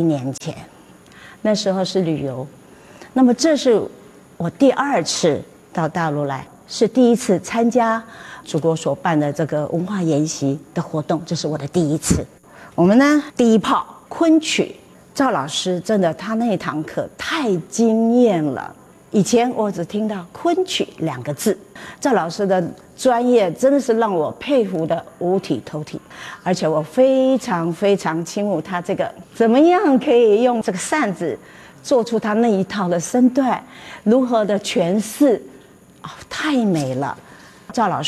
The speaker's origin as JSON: {"language": "Chinese", "country": "Taiwan", "tie": "born or raised there", "moved": "as an adult", "lives_now": "San Francisco Bay Area, United States", "said": "我出生在台湾，长在台湾，因为婚姻的关系，我住了35年在美国哈。"}